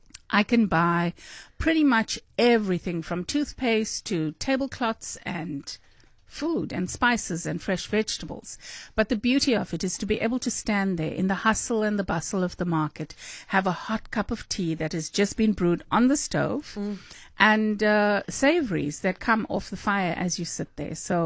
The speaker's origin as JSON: {"language": "English", "town": "Durban", "region": "KwaZulu-Natal", "country": "South Africa", "tie": "born or raised there", "moved": "as an adult", "said": "Chatsworth in Durban, my hometown. So we moved to Chatsworth to a massive house, and Chatsworth developed around us. Okay. And the beauty of Chatsworth, I've lived outside of KZN since 99"}